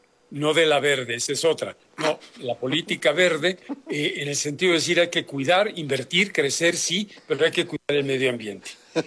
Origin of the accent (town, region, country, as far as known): Mexico